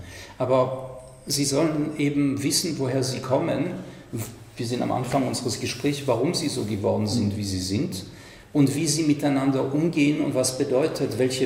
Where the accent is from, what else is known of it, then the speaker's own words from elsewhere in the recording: France; German is a second language; Ich komme aus Frankreich.